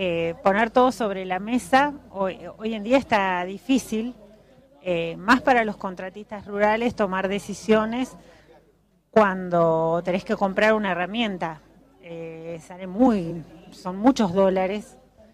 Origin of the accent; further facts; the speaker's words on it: San Antonio de Areco, Buenos Aires Province, Argentina; San Antonio de Areco.